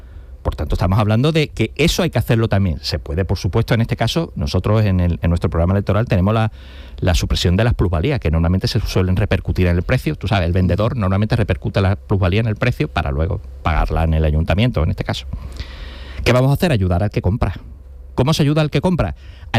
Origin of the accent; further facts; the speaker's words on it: Andalusia, Spain; porque yo soy gaditano y a mí en la parte de Jerez me dice que se está arrancando mucho viñedo, mucha vid.